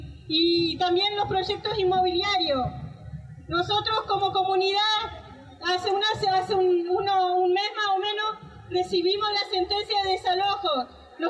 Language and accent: Spanish; Chubut, Argentina; Soy de Chubut, del departamento Cusamen.